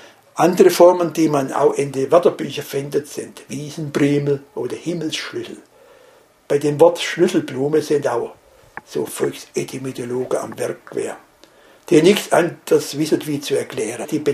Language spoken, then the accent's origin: German; Dettingen an der Erms, Baden-Württemberg, Germany; accent: Swabian; first language Swabian; Ich darf ja sagen, woher ich komme aus Kabishäusern und Dettingen der Erms. Das ist meine Sprache und aus der aus erkläre ich auch.